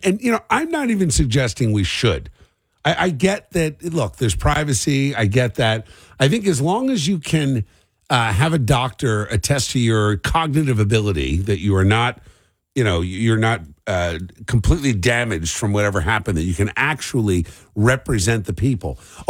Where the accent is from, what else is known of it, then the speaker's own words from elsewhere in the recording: Cherry Hill, New Jersey, United States; when I was growing up in Cherry Hill